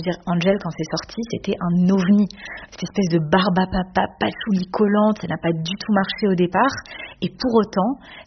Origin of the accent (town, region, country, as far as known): Paris, Île-de-France, France; born or raised there